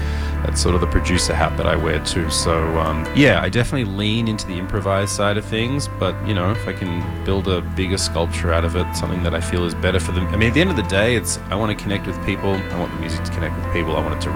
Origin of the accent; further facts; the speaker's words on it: Melbourne, Victoria, Australia; now in New York, United States; Yeah, I came over here quite a few times just on trips, you know, just to hang out and to soak up the incredible melting pot that the city is.